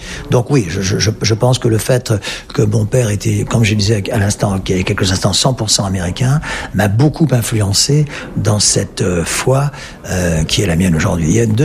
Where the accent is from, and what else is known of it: France; born there